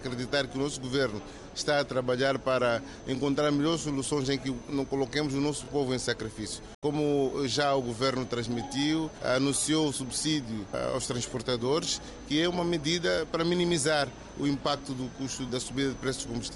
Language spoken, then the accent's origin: Portuguese; Mozambique; devemos todos nós assumir como moçambicanos